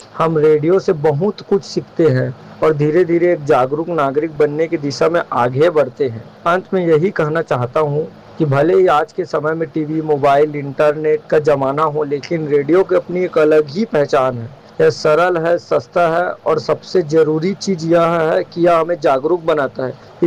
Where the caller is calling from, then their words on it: Raigarh, Chhattisgarh, India; रायगढ़ का रहने वाला हूँ।